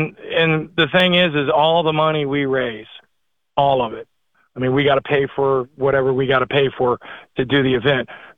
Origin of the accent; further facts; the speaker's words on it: Culpeper, Virginia, United States; also born or lived in Mecklenburg County; Well, I mean, I grew up in Culpeper and rural Mecklenburg County down here.